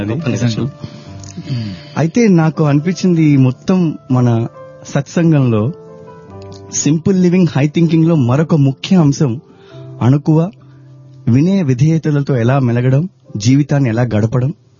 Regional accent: Andhra Pradesh, India

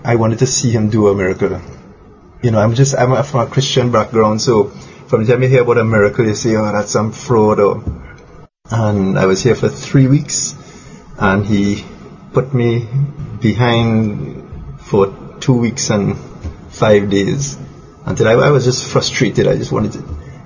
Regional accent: Trinidad & Tobago; Okay, so I'm from Trinidad

